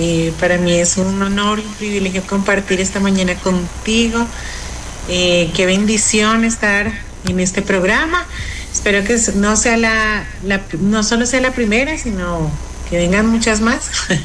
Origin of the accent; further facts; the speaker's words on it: Colombia; now in Ecuador; No soy de Ecuador, pero amo Ecuador como mi segunda tierra. Soy colombiana, soy docente